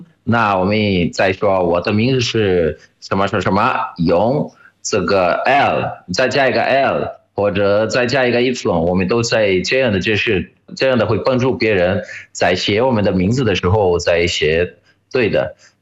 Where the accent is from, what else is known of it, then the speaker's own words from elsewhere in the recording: Brazil; Chinese is a second language; 来自巴西